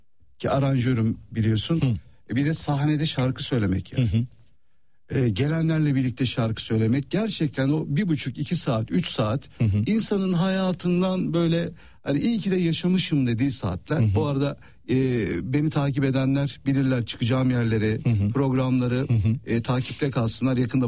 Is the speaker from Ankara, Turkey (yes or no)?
yes; Ankara, Turkey; Erzincanlı bir ailenin çocuğuyum. Erzincan'dan gelmiş işte büyüklerim falan filan. Ben Ankara'da doğdum, Ulucanlar'da.